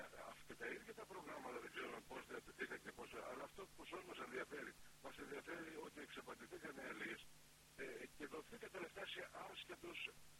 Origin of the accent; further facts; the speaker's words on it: Ikaria, North Aegean, Greece; εγώ τώρα είμαι από την Ικαρία, ταξιδεύω στον Αιγαίο πόσα χρόνια εδώ πέρα.